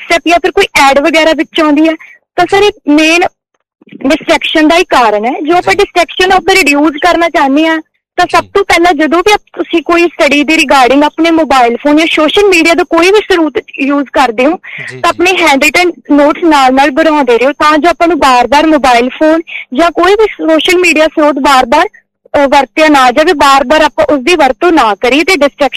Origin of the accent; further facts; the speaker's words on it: Punjab, India; born there; also born or lived in Bathinda; ਮੈਂ ਆਪਣੇ primary school ਪਿੰਡ ਜੋਗਾਨੰਦ ਵਿੱਚੋਂ ਆਪਣੀ 5ਵੀਂ ਕਲਾਸ ਤੱਕ ਪੜ੍ਹਾਈ ਪੂਰੀ ਕੀਤੀ